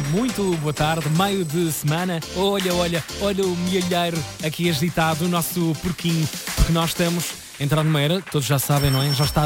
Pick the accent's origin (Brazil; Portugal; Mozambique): Portugal; E como bons portugueses, quando se fala de crise, resolve-se a crise